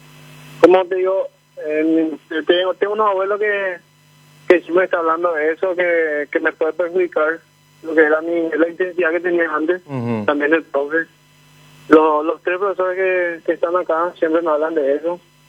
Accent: Paraguarí, Paraguay; De la ciudad mismo. El centro mismo.

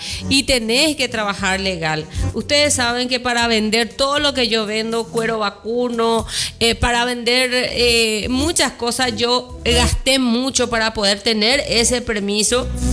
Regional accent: Paraguay; nosotros que somos paraguayos

